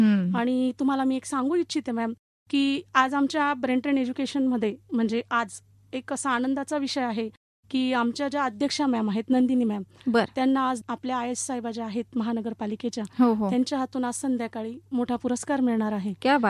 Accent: Malegaon, Maharashtra, India; मी मालेगावचीच आहे, माझा जन्म ही मालेगावचाच आहे

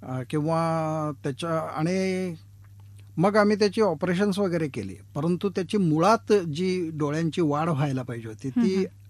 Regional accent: Karnataka, India; now in Nashik, India; आमचं मूळ गाव निपाणीजवळ एक छोटं खेडं आहे पांगेर म्हणून.

